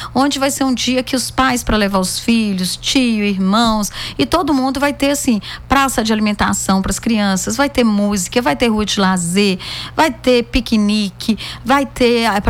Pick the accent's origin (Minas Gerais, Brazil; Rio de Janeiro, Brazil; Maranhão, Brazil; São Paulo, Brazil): Minas Gerais, Brazil; João Monlevade; also born or lived in Nova Era; nasci em Nova Era, mas sou criada em João Molevade.